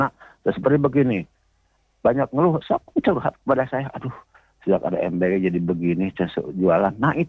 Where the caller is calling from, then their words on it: Bandung, West Java, Indonesia; Saya dari Bandung ya.